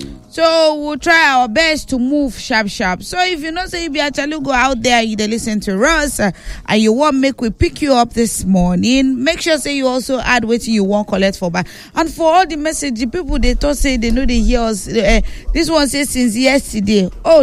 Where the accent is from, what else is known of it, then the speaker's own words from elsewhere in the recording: Lekki, Lagos, Nigeria; from Lekki.